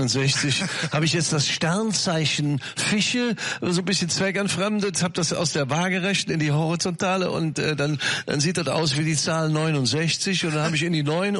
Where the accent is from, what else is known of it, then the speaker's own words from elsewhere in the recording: Leverkusen, North Rhine-Westphalia, Germany; ich bin ja kein richtiger Kölner, schwer Schlebuscher Jung, ihr merkt schon, nicht Leverkusen, ich bin Schlebuscher, das ist ein Unterschied.